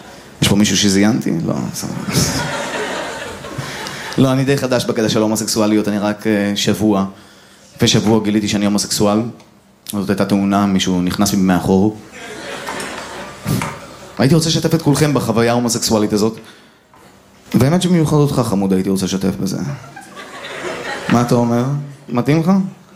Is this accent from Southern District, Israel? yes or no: yes; Ashdod, Southern District, Israel; אבל אני, בתור ילד אשכנזי חנון, אני גדלתי בשיקום סלע.